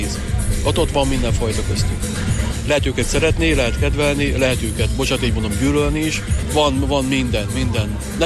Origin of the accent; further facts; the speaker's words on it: Eger, Heves, Hungary; now in Feldebrő, Hungary; én egri származású vagyok, felnémeti.